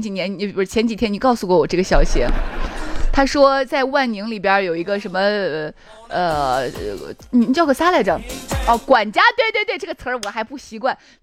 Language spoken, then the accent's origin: Chinese; Shaanxi, China